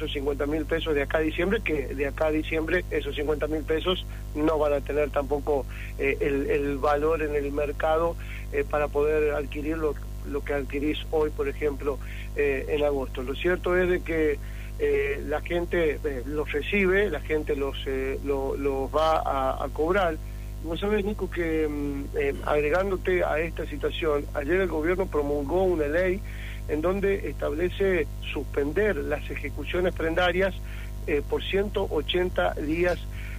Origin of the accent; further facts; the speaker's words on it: La Rioja, Argentina; Por eso mismo, porque no tenemos los riojanos, hablo como riojano, digamos, por eso digo no tenemos.